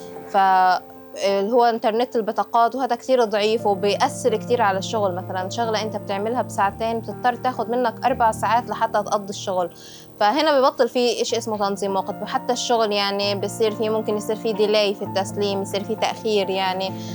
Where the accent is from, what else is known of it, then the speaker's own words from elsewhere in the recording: Gaza, Gaza Strip, Palestine; المجتمع التقني عندنا في غزة في نسبة كثير منيحة من الشباب والصبايا